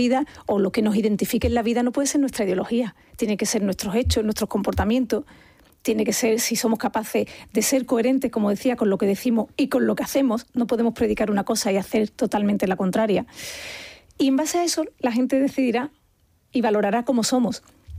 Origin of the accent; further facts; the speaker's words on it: Andalusia, Spain; Y por tanto el narcotráfico a mí me preocupa como andaluza que soy.